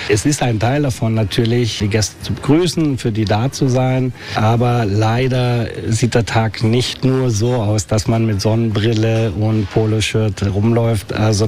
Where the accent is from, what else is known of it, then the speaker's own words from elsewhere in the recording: Bautzen, Saxony, Germany; moved away as an adult; also born or lived in Munich / London / Switzerland / France; now in Mallorca, Spain; Ich komme aus der Nähe von Dresden, aus Bautzen.